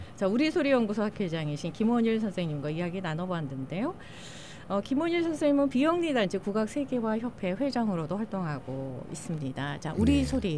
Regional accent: South Korea; now in United States

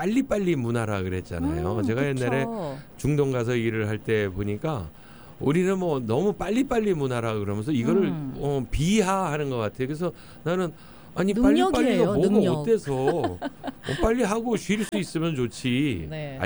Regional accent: South Korea; now in United States; 기본적으로 우리는 부지런하고 그리고 남한테 피해 안 끼치는 그런 네. 민족인 것 같아요.

